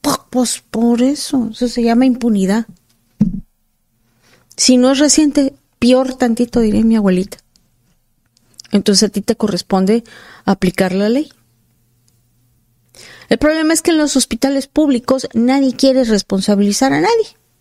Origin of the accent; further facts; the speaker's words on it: Yucatán, Mexico; bien quesos allá en Yucatán